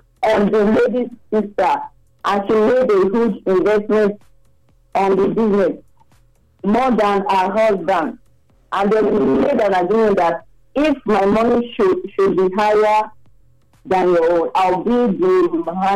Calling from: Benin City, Edo, Nigeria; I'm calling from Benin.

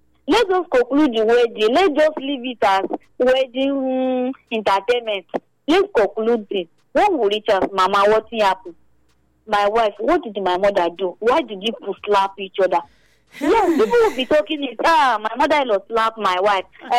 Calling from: Benin; From Benin.

